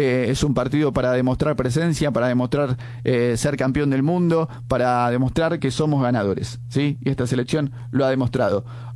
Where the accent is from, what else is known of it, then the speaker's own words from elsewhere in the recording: Argentina; Pero lo cierto es que como cada argentino, como cada uno de nosotros, lo hemos visto en reiteradas ocasiones, hasta el cansancio.